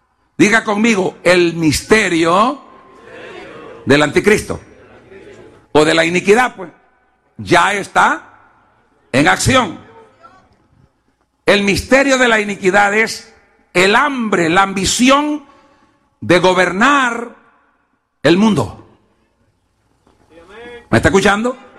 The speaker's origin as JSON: {"language": "Spanish", "country": "Honduras", "said": "yo soy hondureño."}